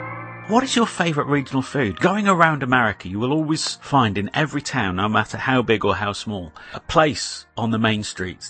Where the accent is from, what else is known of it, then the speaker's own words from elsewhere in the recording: United Kingdom; Being British